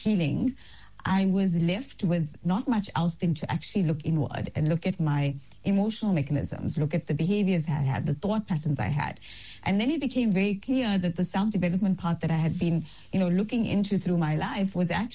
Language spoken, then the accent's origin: English; Durban, KwaZulu-Natal, South Africa; I'm a Durban girl, born in Breji, alhamdulillah.